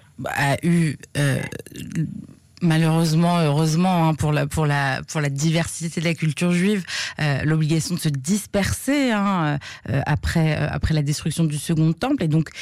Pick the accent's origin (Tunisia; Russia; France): Tunisia; je suis tunisienne, je sais que le côté de ma famille qui vient de Djerba